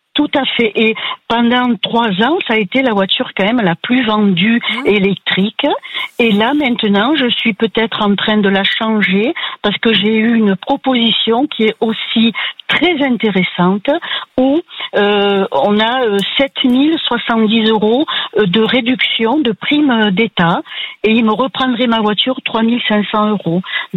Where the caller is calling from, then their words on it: Alès, Occitanie, France; Moi je vous appelle d'Alès.